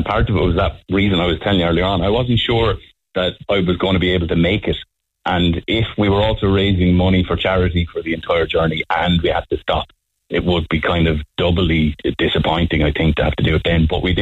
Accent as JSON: {"language": "English", "town": "Tramore", "region": "Munster", "country": "Ireland", "tie": "born or raised there", "said": "There was a guy who lived in my hometown, Tramore, County Waterford, called Mick the Buddhist."}